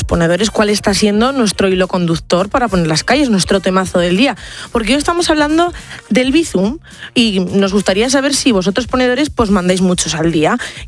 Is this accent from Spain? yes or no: yes; Burgos, Castile and León, Spain; moved away